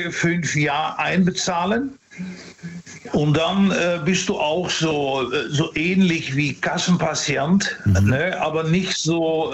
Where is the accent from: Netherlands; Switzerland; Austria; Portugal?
Netherlands; now in Dortmund, Germany; Hallo, aus Dortmund, muss man ja immer sagen, ne? Also ich bin Holländer.